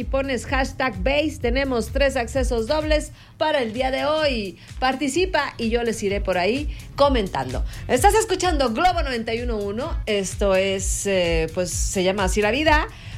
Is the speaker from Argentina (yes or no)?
no; Comarca Lagunera, Mexico; nosotros, laguneros